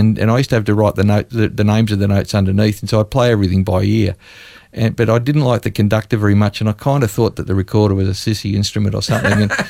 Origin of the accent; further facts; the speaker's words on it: Melbourne, Victoria, Australia; also born or lived in Surrey, England; I was born in Surrey in England, and then we moved, Mum and Dad moved back to Blackburn in the eastern suburbs of Melbourne, and that's where I grew up.